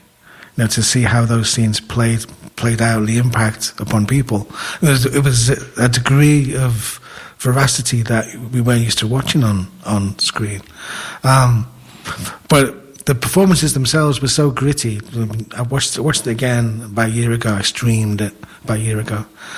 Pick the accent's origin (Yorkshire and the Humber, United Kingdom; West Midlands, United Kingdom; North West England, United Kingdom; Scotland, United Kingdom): North West England, United Kingdom; Liverpool; But I saw it in Liverpool, of course, in my hometown.